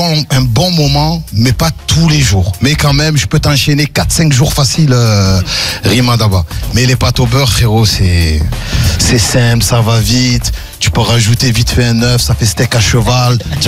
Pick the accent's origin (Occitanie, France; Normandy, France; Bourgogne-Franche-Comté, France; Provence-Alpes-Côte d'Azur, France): Provence-Alpes-Côte d'Azur, France; Marseille; En tant que Marseillais, on se comprend.